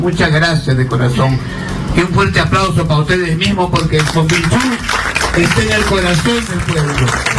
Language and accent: Spanish; Lima, Peru; somos una familia humilde. Venimos de Cerro, de San Gabriel, del Paraíso. Y siempre hemos sido humildes.